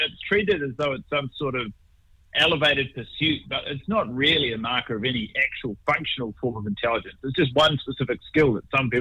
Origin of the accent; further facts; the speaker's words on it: New Zealand; Thank God You're Here, which I grew up watching here in New Zealand